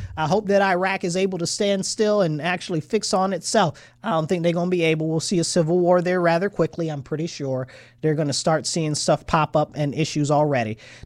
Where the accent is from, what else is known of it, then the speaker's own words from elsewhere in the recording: United States; we as American citizens